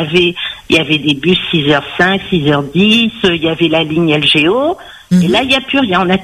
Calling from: Saint-Leu, Réunion; je parle pour la population de Saint-Leu.

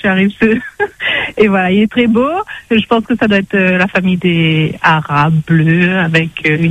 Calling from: Bras-Panon, Réunion; De Brapanon.

